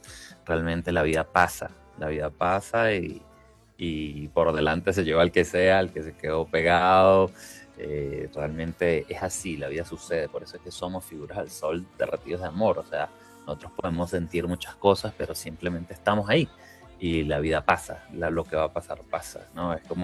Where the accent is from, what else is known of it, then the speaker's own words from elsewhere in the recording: Caracas, Capital District, Venezuela; moved away as an adult; now in Bogotá, Colombia; En 2019 nos mudamos a Bogotá, estamos acá. Somos oriundos de Caracas, Venezuela. Nuestra madre es bogotana y por eso migramos acá a la ciudad.